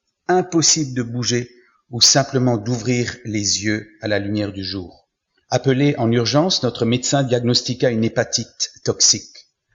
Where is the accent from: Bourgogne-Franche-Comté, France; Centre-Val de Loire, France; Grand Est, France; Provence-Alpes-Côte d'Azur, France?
Grand Est, France; Mulhouse; born there